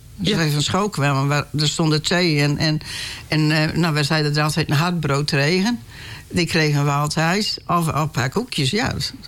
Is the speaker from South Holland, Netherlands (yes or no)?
no; Winschoten, Groningen, Netherlands; ik ben opgegroeid hier in Winschoten en ik ben geboren in Winschoten.